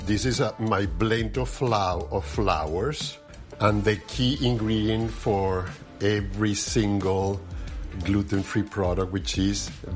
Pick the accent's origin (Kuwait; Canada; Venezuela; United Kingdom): Venezuela; now in Brooklyn, United States; I am the owner of Everybody Eats, gluten-free bakery in Brooklyn, New York. I came from Venezuela, running away from the bad political situation